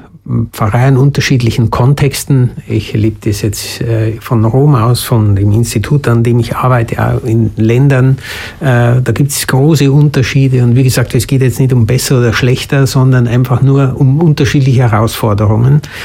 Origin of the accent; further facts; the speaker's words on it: Germany; now in South Tyrol, Italy; als Ausländer, als Deutscher.